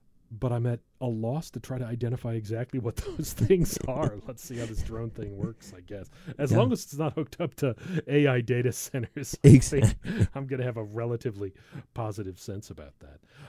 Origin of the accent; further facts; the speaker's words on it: Geneva, Illinois, United States; I grew up in a small town. There's always a fireworks show for the 4th of July. Actually, I grew up in Geneva